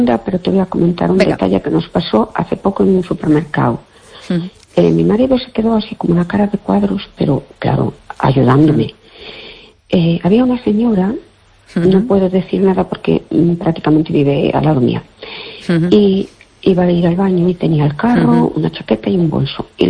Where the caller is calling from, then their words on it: Fene, Galicia, Spain; Hola, buenas noches